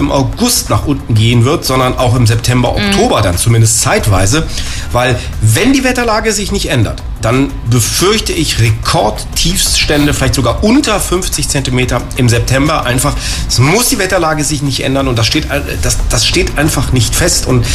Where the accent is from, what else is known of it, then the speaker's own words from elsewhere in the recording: Bonn, North Rhine-Westphalia, Germany; Ich bin gebürtiger Bonner, ihr wisst das, bin mit dem Herzen hier dabei.